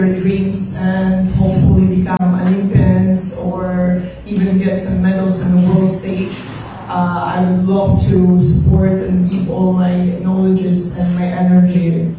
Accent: Belarus; moved away; I represent my country. I'm originally from Belarus.

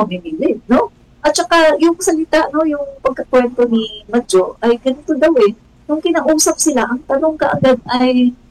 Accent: Mindanao, Philippines; hindi namin alam sino Duterte, pero taga Mindanao kami ah. Nag-migrate na lang.

